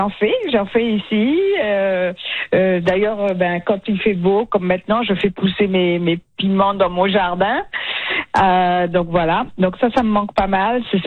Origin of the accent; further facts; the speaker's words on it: Martinique, France; Donc, je suis originaire de la Martinique, qui est donc une île française dans la Caraïbe.